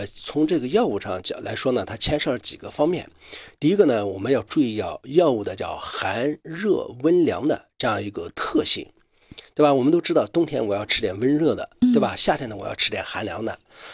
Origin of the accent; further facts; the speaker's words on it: Northeast China, China; 咱们东北人